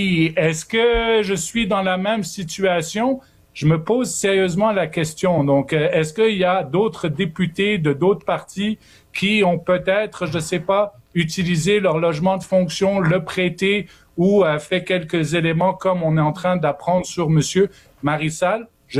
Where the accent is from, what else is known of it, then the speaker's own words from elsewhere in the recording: Ottawa, Ontario, Canada; Donc je me dis, Richard, là moi j'ai un réflexe parce que je viens d'Ottawa